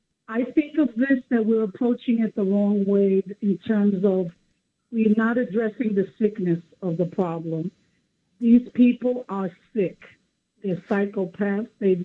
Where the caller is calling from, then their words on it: Bronx, New York, United States; from the Bronx.